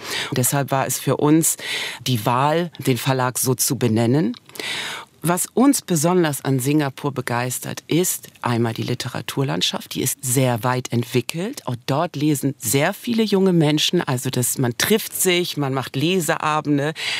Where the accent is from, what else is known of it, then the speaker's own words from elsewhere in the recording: Bremen, Germany; born there; das bin ich. Und wir haben unsere Urlaube als Familie, auch mit meinen Schwestern, immer in Ostfriesland verbracht.